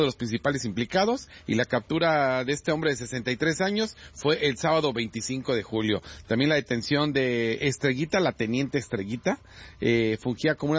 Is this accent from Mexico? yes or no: yes; Mexico; Ah, somos, bueno, mexicanos todos.